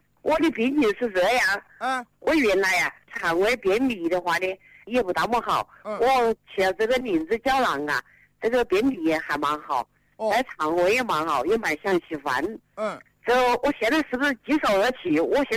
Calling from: Wuhan, Hubei, China; 我是这个武汉人，武昌这边。

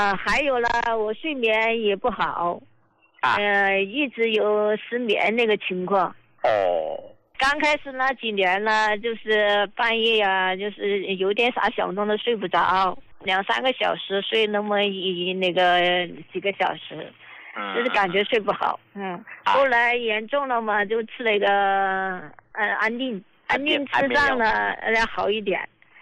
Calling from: Chongqing, China; 我是重庆这边的患者。

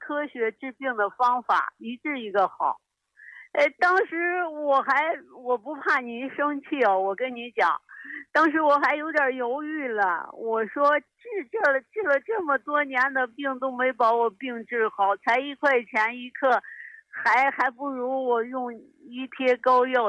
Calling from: Shaanxi, China; 我是陕西的新朋友。

